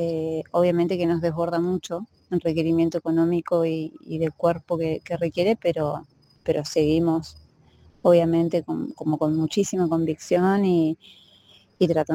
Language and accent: Spanish; Argentina; now in Misiones, Argentina; Si bien nosotros no somos de Misiones, la mayoría somos de Buenos Aires, incluso de la Patagonia